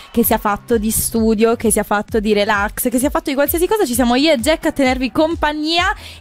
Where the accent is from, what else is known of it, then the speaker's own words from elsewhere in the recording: Apulia, Italy; sono pugliese